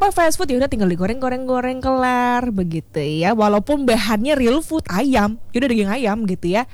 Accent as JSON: {"language": "Indonesian", "region": "Bali", "country": "Indonesia", "said": "Kalau kita orang Bali bilang bumbu jangkep begitu ya."}